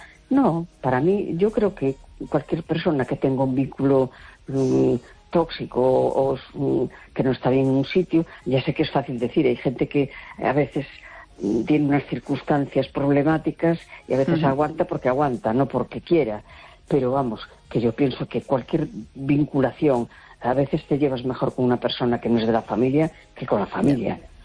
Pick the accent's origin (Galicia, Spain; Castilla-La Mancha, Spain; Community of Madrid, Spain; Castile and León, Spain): Galicia, Spain; A Coruña; Hola, buenas noches, soy … de La Coruña.